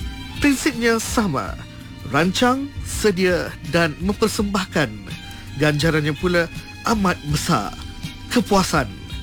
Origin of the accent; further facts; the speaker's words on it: Perak, Malaysia; also born or lived in Sabak Bernam / Teluk Intan / Ipoh; Aku dilahirkan di Hilir Perak pada 8 Julai 1956. Anak jati kepada sebuah pekan kecil yang kehidupannya dibentuk oleh komuniti, tradisi dan kegembiraan bercerita.